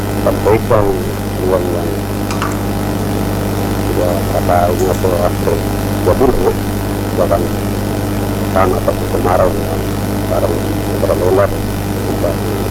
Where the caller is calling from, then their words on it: North Biak district, Biak, Papua, Indonesia; Gopi Utara, distrik Gopi Utara, kampung Gopi.